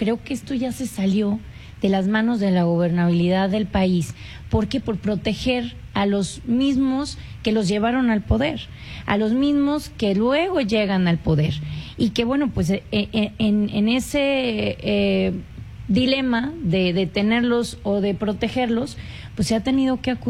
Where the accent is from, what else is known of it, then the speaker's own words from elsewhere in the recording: Coahuila, Mexico; como mexicanos, como coahuilenses